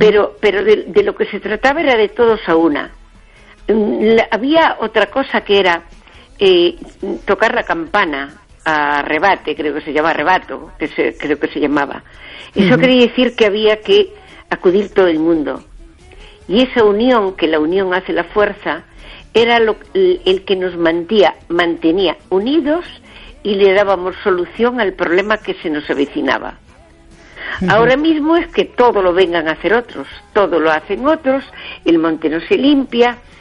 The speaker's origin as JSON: {"language": "Spanish", "country": "Spain", "tie": "born or raised there", "said": "De pequeña, pero desde muy pequeña, había incendios en mi pueblo, en Freans de Deva."}